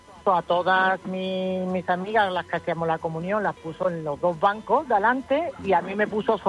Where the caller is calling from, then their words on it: Seville, Andalusia, Spain; Yo soy de Sevilla